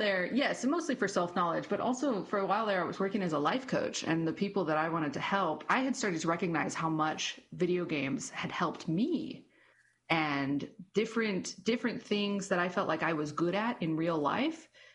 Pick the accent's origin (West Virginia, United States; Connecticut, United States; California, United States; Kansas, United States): California, United States; El Centro; we grew up in El Centro because she moved from Hopeville to El Centro.